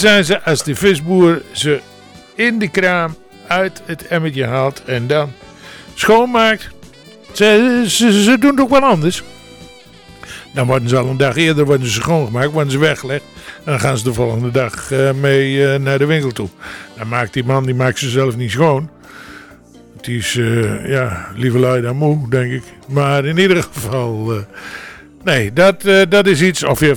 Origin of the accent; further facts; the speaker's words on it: Netherlands; Daar zijn we Nederlanders voor.